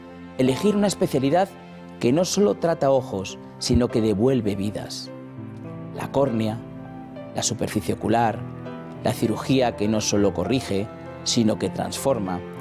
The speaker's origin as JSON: {"language": "Spanish", "town": "Valencia", "region": "Valencian Community", "country": "Spain", "said": "yo también soy de Valencia"}